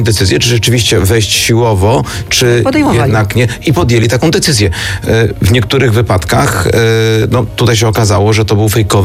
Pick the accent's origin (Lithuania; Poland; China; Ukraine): Poland; Kraków, Lesser Poland; Ja jestem Krakusem.